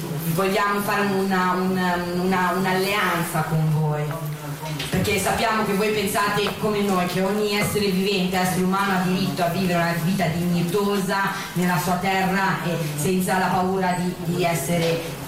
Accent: Palestine; Io vengo da una terra che ha sofferto tanto, ma non vengo dalla Palestina per raccontarvi la nostra sofferenza. Io vengo dalla Palestina a raccontarvi la nostra speranza.

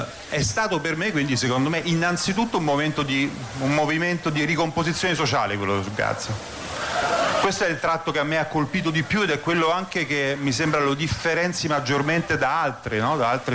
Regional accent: Rome, Lazio, Italy; Io vengo da Roma, faccio politica, militanza nei movimenti sociali dalla fine degli anni 90

